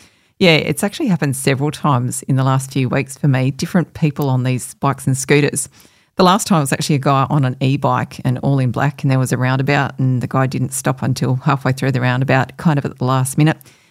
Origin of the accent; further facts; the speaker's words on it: Western Australia, Australia; born there; moved away; my home state of WA